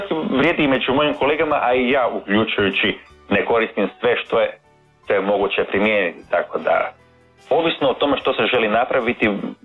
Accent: Vrbovec, Zagreb County, Croatia; moved away as an adult; odrastao sam jedan dio u Vrbovcu i drugi u Zagrebu. Dakle, sve unutar jedne, rekao bih, vrlo, vrlo bliske zone, tako da Vrbovec je 40 km od Zagreba

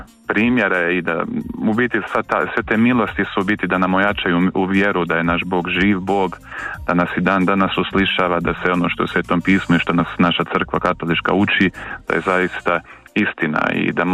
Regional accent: Croatia; ovdje kod nas u Hrvatskoj, evo dok sam bio u Libanonu

